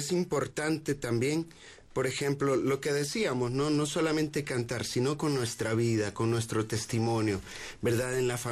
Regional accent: Honduras; born there; Yo en Honduras.

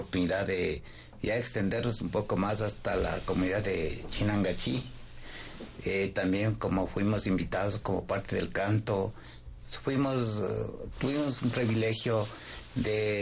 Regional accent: Urcuquí, Imbabura, Ecuador; now in Itulcachi, Ecuador; Verá, prácticamente yo soy de la provincia de Imbabura.

